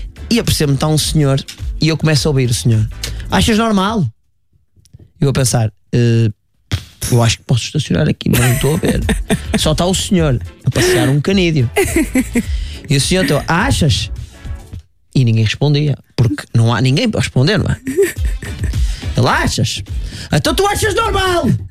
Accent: Porto, Norte, Portugal; Eu discordo, não só por ser do Porto

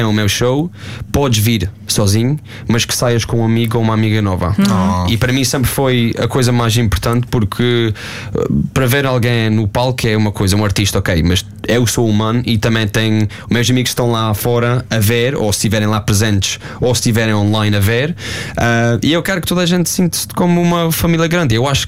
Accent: Portugal; moved away; also born or lived in England; Eu sou português a 100%. Depois, quando a gente saiu, claro, fui ver os jogos em inglês porque estava na Inglaterra.

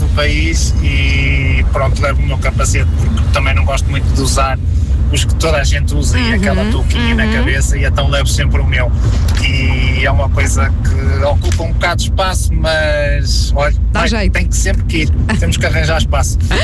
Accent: Madeira, Portugal; sou da Madeira

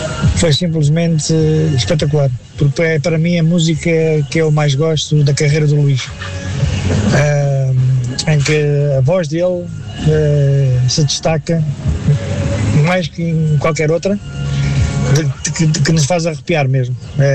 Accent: Sagres, Faro, Portugal; moved away; Sagres, a minha terra natal.

